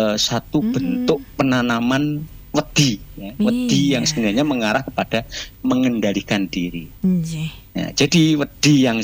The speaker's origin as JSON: {"language": "Indonesian", "region": "Java", "country": "Indonesia", "said": "kita ini orang Jawa"}